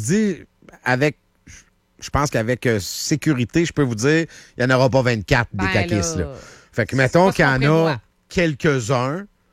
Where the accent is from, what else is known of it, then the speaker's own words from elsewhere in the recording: Quebec, Canada; en tant que Québécois